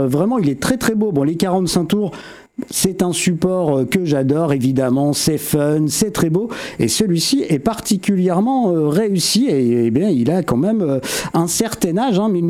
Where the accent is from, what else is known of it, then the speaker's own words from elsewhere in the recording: Grand Est, France; Moi je regardais dans ma région d'origine, là il y a de la neige à la Bresse, vous êtes dans les Vosges.